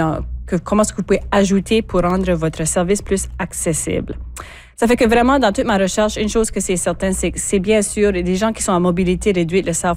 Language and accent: French; Atlantic Canada, Canada; chez nous en Atlantique